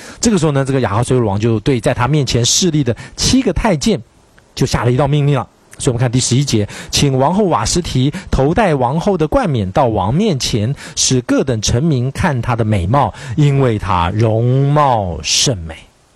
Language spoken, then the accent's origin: Chinese; China